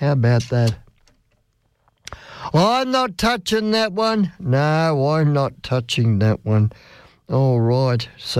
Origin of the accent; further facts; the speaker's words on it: Australia; Yes, Americans and Aussies, because we are Australian.